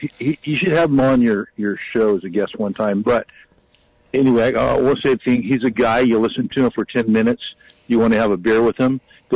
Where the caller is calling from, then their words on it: Scotts Valley, California, United States; from Scotts Valley.